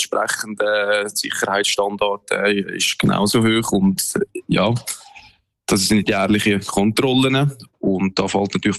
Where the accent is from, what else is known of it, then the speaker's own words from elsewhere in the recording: Central Switzerland, Switzerland; Also, ich bin, wie gesagt, in der Region ja aufgewachsen. Gewisse Bahnen habe ich gewusst, also irgendwo in Uri, in Arnisee-Opsi oder in Engelbergertal von der Banalp